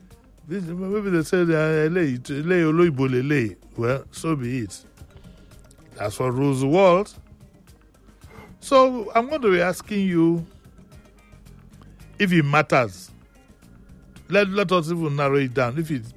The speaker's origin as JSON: {"language": "English", "region": "Lagos", "country": "Nigeria", "said": "we are from Esaleko."}